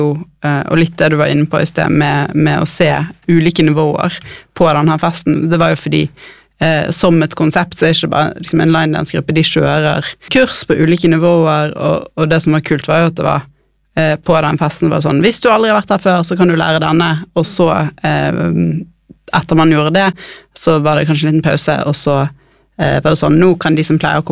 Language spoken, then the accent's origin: Norwegian; Bergen, Vestland, Norway; accent: Bergen dialect; now in Oslo, Norway; Dere hører jo på dialekten min, jeg er fra Bergen.